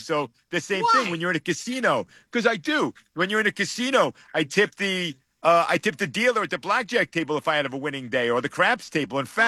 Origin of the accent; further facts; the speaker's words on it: New York City, New York, United States; I'm from Brooklyn, Staten Island.